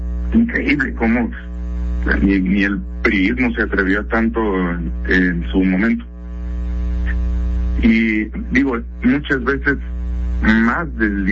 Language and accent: Spanish; Mexico; lo que consumimos más como mexicanos